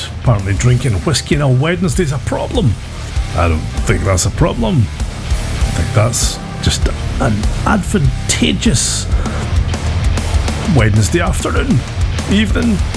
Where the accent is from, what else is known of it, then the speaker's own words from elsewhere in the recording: Scotland, United Kingdom; But then I'm Scottish.